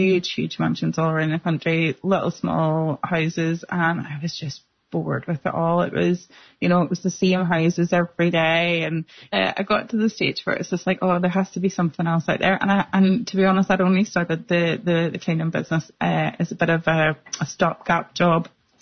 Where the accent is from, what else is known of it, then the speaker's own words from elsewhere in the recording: Northern Ireland, United Kingdom; also born or lived in Australia; So I came home from Australia with a brand new plan. There's absolutely nowhere in Northern Ireland that you can get training. So I had to go to England a couple of different courses over the times.